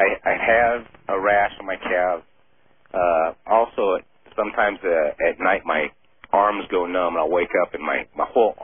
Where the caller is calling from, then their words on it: Tacoma, Washington, United States; I'm from Tacoma, Washington.